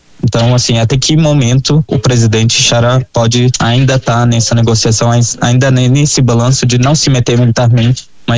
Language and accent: Portuguese; Syria; moved away; also born or lived in Brazil; na minha percepção como sírio, né, eu estive como refugiado no Brasil durante 15 anos por conta da guerra civil.